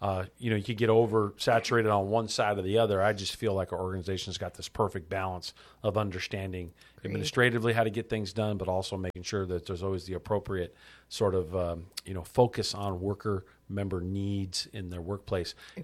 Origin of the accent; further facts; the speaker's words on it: Fontana, California, United States; So I grew up in Fontana.